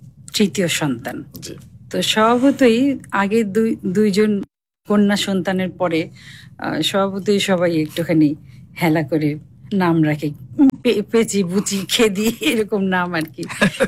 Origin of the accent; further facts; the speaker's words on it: Dhaka, Dhaka Division, Bangladesh; also born or lived in Kazipur, Sirajganj; প্রকৃতির সাথে বেড়ে ওঠা, আমি শান্তিবাগে যেটা বললেন, আমার জন্ম হয়েছে হলি ফ্যামিলি হাসপাতালে।